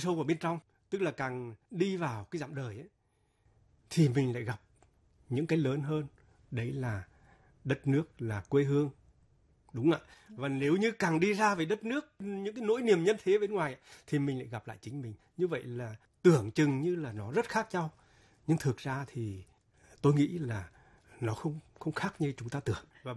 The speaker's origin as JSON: {"language": "Vietnamese", "region": "Hà Tĩnh", "country": "Vietnam", "tie": "born or raised there", "moved": "yes", "said": "Quê tôi Hà Tĩnh"}